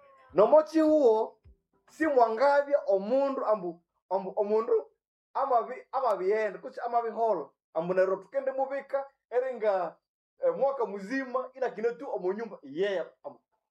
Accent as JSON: {"language": "Swahili", "town": "Lubero", "region": "North Kivu", "country": "DR Congo", "said": "Kule kwetu Lubero sijue naona mnaishi kule na watu wengine, makabila mbalimbali, manani."}